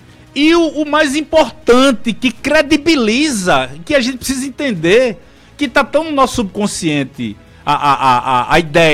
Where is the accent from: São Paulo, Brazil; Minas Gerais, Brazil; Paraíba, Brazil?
Paraíba, Brazil; Santa Rita; born there; nós, santarritenses